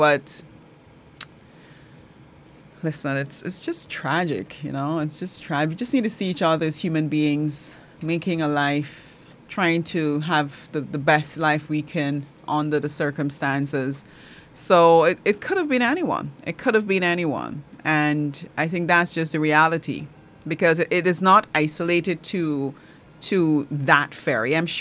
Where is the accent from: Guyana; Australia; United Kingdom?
Guyana; Matthews Ridge, Barima-Waini; And I'm not from Port Kaituma. I'm actually from Matthews Ridge, Region 1 still, but from Matthews Ridge.